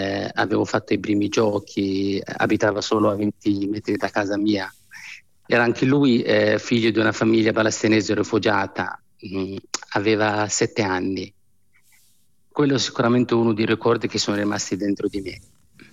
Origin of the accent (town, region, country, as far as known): Amman, Amman Governorate, Jordan; born or raised there